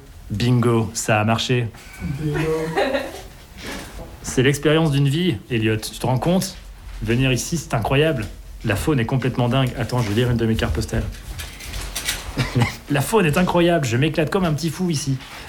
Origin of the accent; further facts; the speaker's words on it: Bourgogne-Franche-Comté, France; moved away as an adult; Je viens de France. Je viens de Franche-Comté.